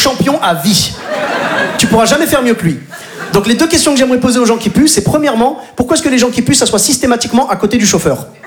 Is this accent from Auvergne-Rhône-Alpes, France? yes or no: yes; Clermont-Ferrand, Auvergne-Rhône-Alpes, France; also born or lived in Bordeaux; now in Paris, France; fait un an que je suis installé à Paris. Juste avant ça, j'ai passé 12 ans à Bordeaux, et sinon je suis originaire de Clermont-Ferrand.